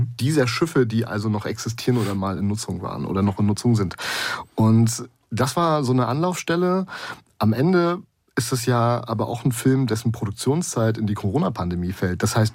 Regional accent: Rostock, Mecklenburg-Vorpommern, Germany; born there

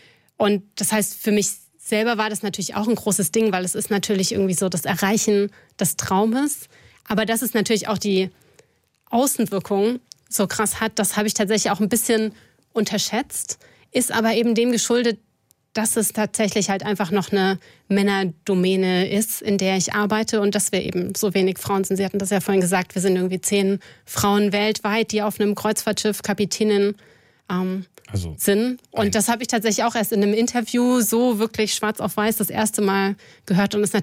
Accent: Hof, Bavaria, Germany; moved away; also born or lived in Mannheim; in Hof, in der Region, wo ich jetzt aufgewachsen bin und zur Schule gegangen bin. Das ist natürlich auch eine Region, die ist weit weg vom Wasser.

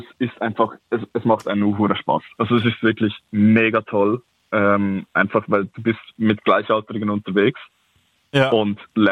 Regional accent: Lucerne, Switzerland

